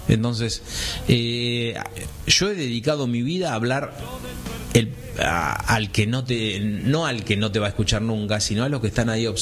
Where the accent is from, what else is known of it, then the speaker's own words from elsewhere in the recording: Buenos Aires Province, Argentina; soy de un pueblo chiquito que está rodeado de campos.